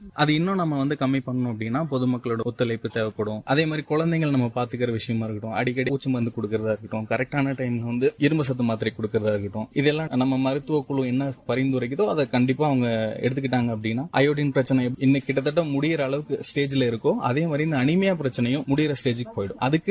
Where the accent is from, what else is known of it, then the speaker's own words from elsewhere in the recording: Tiruchirappalli, Tamil Nadu, India; moved away as an adult; also born or lived in Coimbatore; now in Kodaikanal, India; எனக்கு சொந்த ஊர் பாத்தீங்கன்னா திருச்சி.